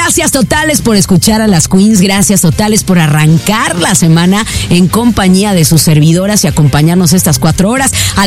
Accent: Guadalajara, Jalisco, Mexico; Nosotros somos las tapatías que importaron desde Guadalajara, Guadalajara, Jalisco, México.

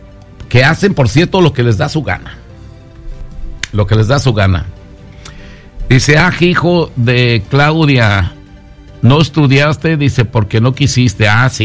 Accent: Mexico; now in United States; Venimos muchos aquí a Estados Unidos. Somos 40 millones de mexicanos, oiga. Orgullosamente. Somos mexicanos bien riatas, oiga.

